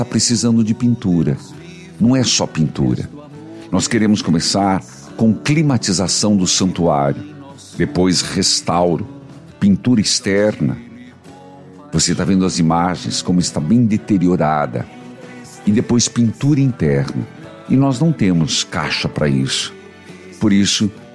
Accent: Paraná, Brazil; sou paranaense com a graça de Deus

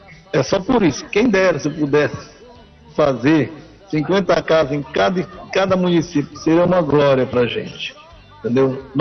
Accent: Pará, Brazil

